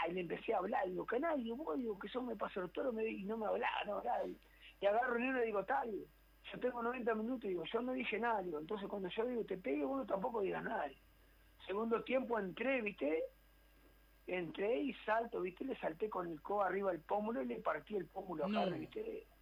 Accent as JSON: {"language": "Spanish", "country": "Uruguay", "tie": "born there", "moved": "as an adult", "said": "quería que mis hijos me vieran en la selección de mi pueblo, donde yo había nacido"}